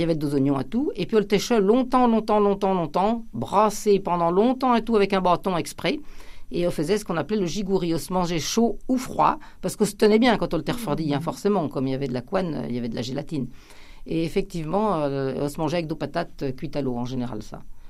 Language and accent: French; Nouvelle-Aquitaine, France; chez nous en Poitou